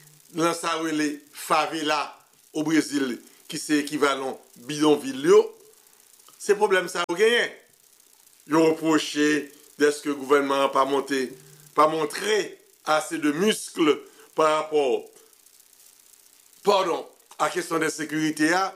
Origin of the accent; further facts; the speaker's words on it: Haiti; c'est ça qui concerne nous en tant qu'haïtien.